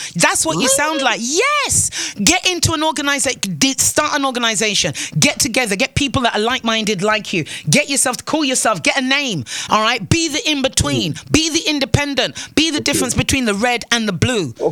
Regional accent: Antigua & Barbuda; accent: British; You are a born Antiquan. Antiguan and Barbuda before anybody tells me that with my my fake or my British accent, I must sing my hook and go back to wherever it is I've come from.

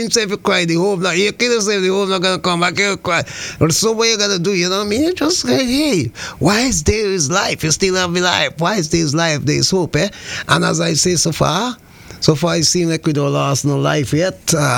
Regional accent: St. Vincent & Grenadines; moved away; all my family down there in St. Vincent and the Grenadines.

